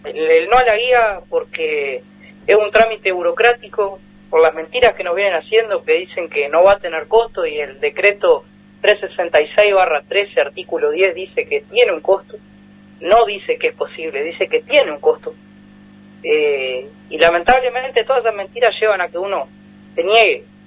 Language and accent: Spanish; Tacuarembó, Uruguay; Soy de Tacuarembó, tengo 26 años, siempre fui de acá.